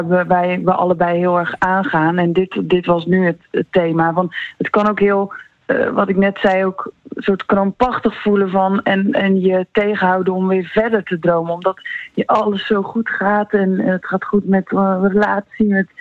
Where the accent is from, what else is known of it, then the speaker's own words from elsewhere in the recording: Zeeland, Netherlands; accent: Zeeuws; Ja, ik had wel. Ik sprak wel Zeeuwser dan ik dacht.